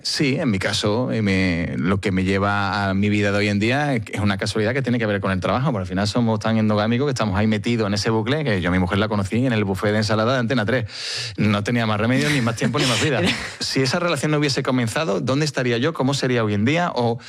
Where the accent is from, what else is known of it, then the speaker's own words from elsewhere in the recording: Seville, Andalusia, Spain; todo el mundo sabe que yo soy del Sevilla y soy de una ciudad que sigo con mucha pasión